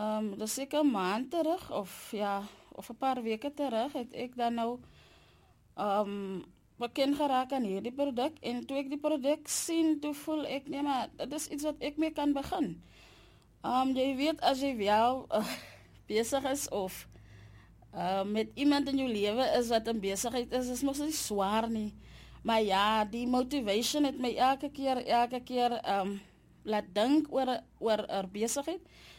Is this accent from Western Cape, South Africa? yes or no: yes; George, Western Cape, South Africa; moved away as an adult; now in Oudtshoorn, South Africa; Ek is eintlik van George, maar vir die afgelope 5 jaar, eintlik meer as 5 jaar, 7 jaar is ek in Oudtshoorn